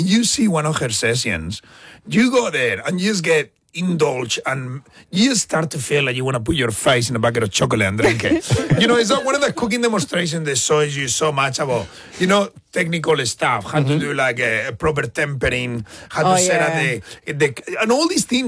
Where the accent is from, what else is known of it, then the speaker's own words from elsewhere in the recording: Australia; now in Japan; Forget about sushi. We are Australians, okay?